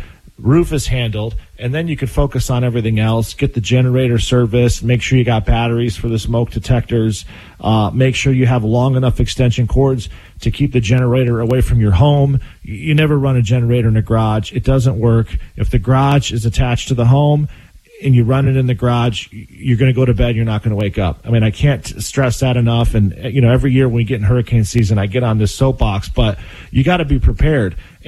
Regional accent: Michigan, United States; my hometown's in Michigan, and years ago, my hometown actually got hit with, they call them a straight line windstorm.

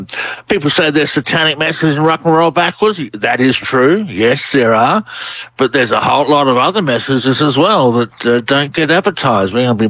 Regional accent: Australia; which I thought was quite ironic because I'm from the Outback.

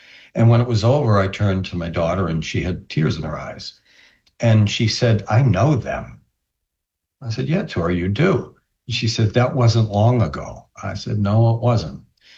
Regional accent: the North, United States; now in Central Florida, United States; I'm from the North.

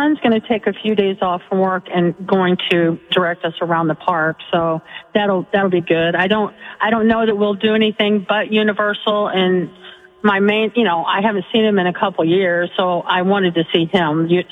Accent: Missouri, United States; We're from about a half hour south of St. Louis, Missouri.

